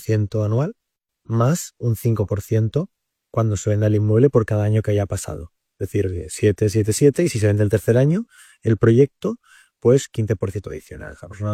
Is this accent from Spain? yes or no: yes; Castellón de la Plana, Valencian Community, Spain; also born or lived in Bologna; yo quería solucionar un problema en Castellón, mi ciudad natal